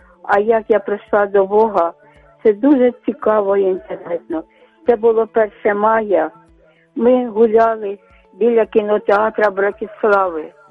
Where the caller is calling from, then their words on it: Kyiv, Ukraine; я з Оболоні.